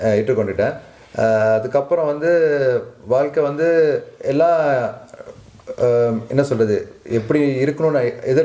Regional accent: Chennai, Tamil Nadu, India; நான் தமிழ்நாட்டில் ஒரு சின்ன கிராமத்தில் பிறந்தது. சின்ன வயசுலேருந்து சென்னையில் தான் என்னோடய பூர்வீகம்னு சொல்லி சொல்லலாம்.

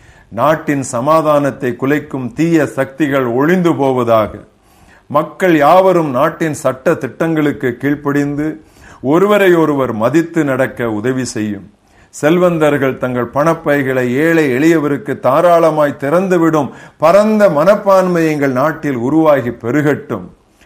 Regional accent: India; நாம் குடியிருப்பது இந்தியாவில் தானே.

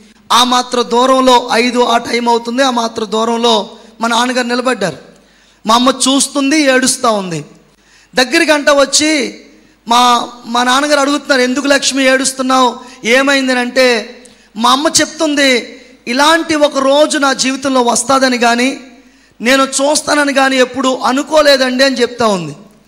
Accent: Andhra Pradesh, India; మా ఊరు రావాలంటే లంకల కోడేరు సెంటర్లోంచి లోపలికి రావాలండి.

